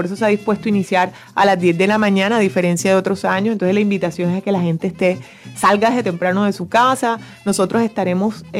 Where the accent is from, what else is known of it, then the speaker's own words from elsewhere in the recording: Cartagena, Bolívar, Colombia; yo como cartagenera lo que quiero es invitar a los que somos cartageneros